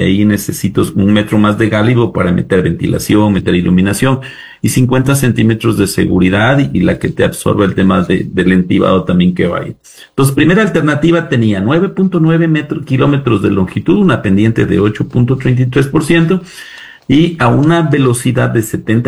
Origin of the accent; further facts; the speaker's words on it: Loja, Ecuador; Te hablo de mi tierra, de Celica, de Alamó, Puyango, Pindal, Zapotillo, Macarazo, Soranga.